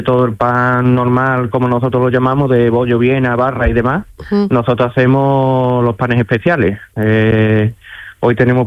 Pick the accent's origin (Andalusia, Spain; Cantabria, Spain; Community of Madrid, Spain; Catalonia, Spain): Andalusia, Spain; Olivares; now in Gines, Spain; yo soy de Olivares, aunque vivo en Gine.